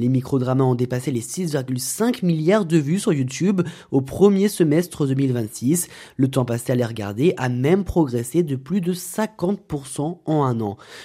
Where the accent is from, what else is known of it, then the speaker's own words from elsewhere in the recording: France; Chez nous en France